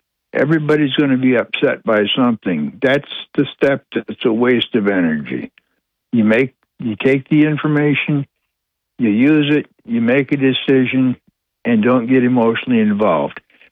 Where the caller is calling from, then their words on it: Owego, New York, United States; from Owego.